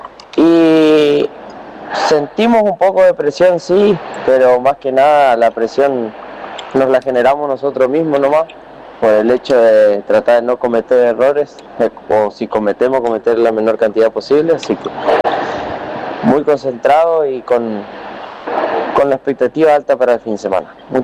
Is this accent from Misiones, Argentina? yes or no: yes; Capioví, Misiones, Argentina; nos toca la fecha acá en Puerto Rico, que nosotros somos de Capiobí, así que somos prácticamente locales.